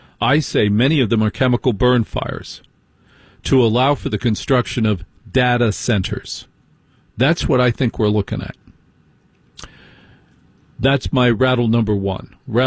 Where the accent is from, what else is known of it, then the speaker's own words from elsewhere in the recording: New Jersey, United States; I grew up in New Jersey.